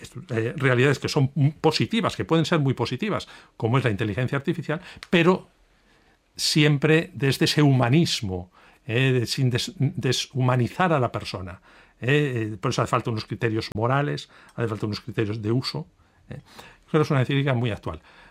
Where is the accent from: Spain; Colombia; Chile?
Spain; La presencia del Papa León XIV en España, para mí personalmente, como español, como obispo, como cristiano, es una enorme alegría